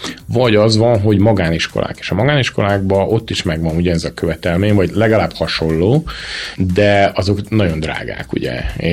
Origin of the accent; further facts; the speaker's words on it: Hungary; first language Hungarian; moved away as an adult; now in United States; én nagyon örülök neki, hogy Magyarországon születtem, itt tanultam